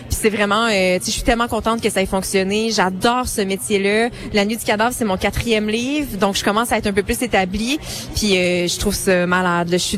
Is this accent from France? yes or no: no; Contrecoeur, Quebec, Canada; Elles habitent à Contrecoeur, ma ville natale, qui suit les berges du fleuve.